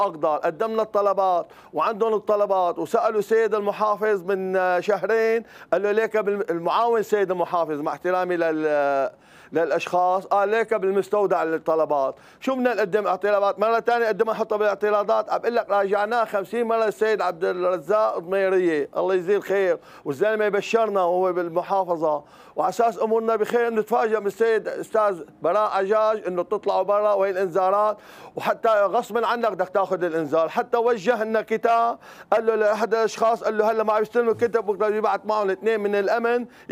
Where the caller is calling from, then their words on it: Syria; انا سوري حر، … انا كل سوريا بتمثل الي، انا سوري حر